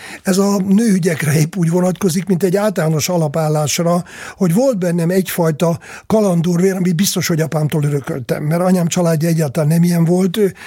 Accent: Hungary; born there; külvárosban nőttem föl, ilyen angyalföldhöz hasonló, erősen angyalföldszerű külvárosban, ennek megfelelő körítéssel.

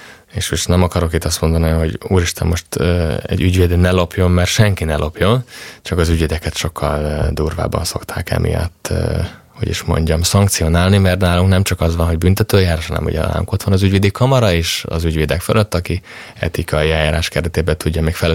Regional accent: Nagykanizsa, Zala, Hungary; Én Zalából származom, Zala megyéből, Nagykanizsán nőttem fel, és ha jól tudom, akkor Zala megyében elég magas a katolikus hívők aránya

